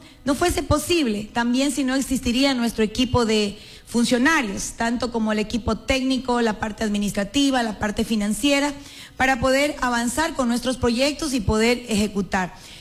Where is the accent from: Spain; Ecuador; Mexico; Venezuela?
Ecuador; La Troncal, Cañar; yo amo mi Troncal porque esta es mi tierra. A veces me ha tocado irme fuera del país